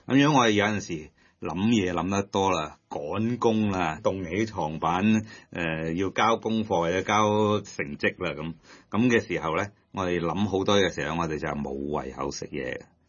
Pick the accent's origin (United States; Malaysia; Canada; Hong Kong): Hong Kong; 我哋香港人呢就係、是、真係非常忙碌嘅，